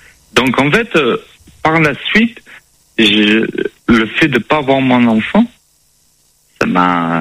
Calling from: Marseille, Provence-Alpes-Côte d'Azur, France; je suis à Marseille, donc à l'hôpital Nord

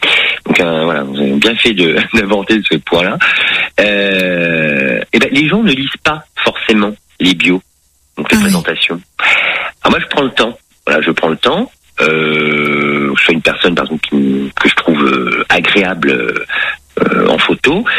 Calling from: Nantes, Pays de la Loire, France; Je suis à Nantes.

